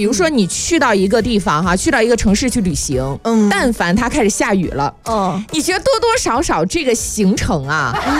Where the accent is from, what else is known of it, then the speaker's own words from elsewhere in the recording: Fuzhou, Fujian, China; 咱们福州人